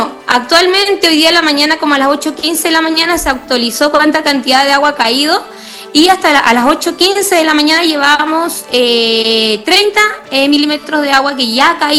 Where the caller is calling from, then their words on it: Ovalle, Coquimbo, Chile; nosotros acá en Ovalle estamos